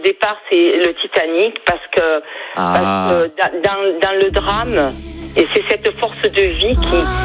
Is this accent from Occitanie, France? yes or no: yes; Perpignan, Occitanie, France; accent: Perpignan; J'ai l'accent perpignanais, je suis désolée.